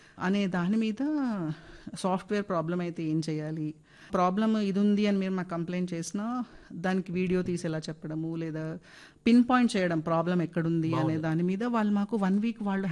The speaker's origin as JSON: {"language": "Telugu", "town": "Hyderabad", "region": "Telangana", "country": "India", "said": "నాకు కొంచెం హిందీ వచ్చు హైదరాబాదీ కదా"}